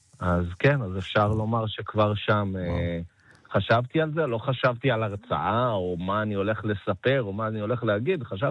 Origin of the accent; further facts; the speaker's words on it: Yesod HaMa'ala, Northern District, Israel; לא גדלתי שם, גדלתי בסוד המעלה.